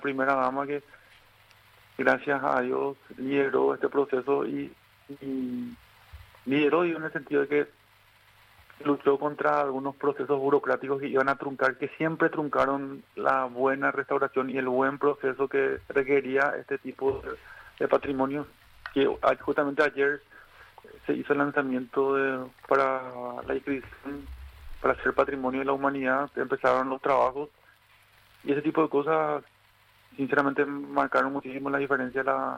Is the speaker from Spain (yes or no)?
no; Paraguay; nosotros como paraguayos, pues nosotros los paraguayos somos los únicos que conservamos prácticamente el idioma